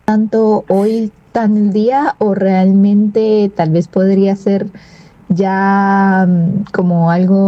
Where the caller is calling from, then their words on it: Guatemala; de Guatemala y quería saludar a los doctores Valencia y Jorge.